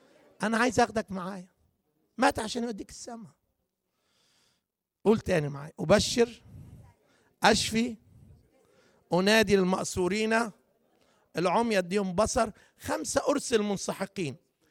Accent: Upper Egypt, Egypt; عندنا في الصعيد يا مش عارف انتوا بتصرخوا على الميت

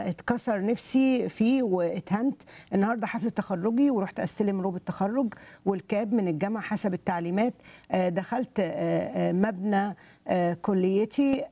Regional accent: Egypt; في بلدنا مصر

